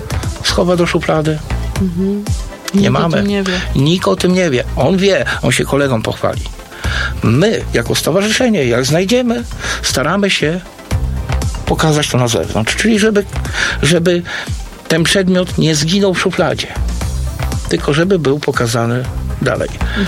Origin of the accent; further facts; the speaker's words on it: Wierzchowo, West Pomeranian Voivodeship, Poland; jak tu się urodziłem, no to już mnie interesowała historia regionu. Pochodzę z rodziny leśników, no więc deptałem po tym lesie od dzieciaka i mieszkałem w okolicach Wierzchowa Złocienieckiego